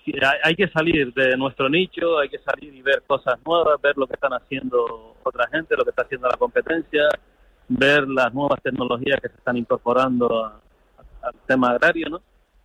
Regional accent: Canary Islands, Spain; en nuestras islas se está vendiendo como tomate canario

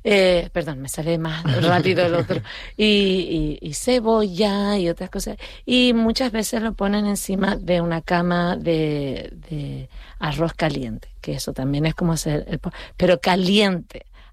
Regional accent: Canary Islands, Spain; moved away; also born or lived in Hawaii; yo soy canaria y hawaiana. No soy una sin la otra.

